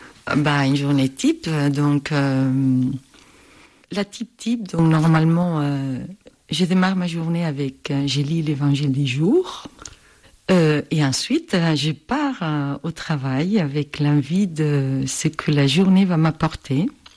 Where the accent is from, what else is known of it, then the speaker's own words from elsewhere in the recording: Barcelona, Catalonia, Spain; French is a second language; moved away as an adult; also born or lived in Canada; now in Dijon, France; je suis originaire de Barcelone, mais je me sens également très française et très dijonnaise.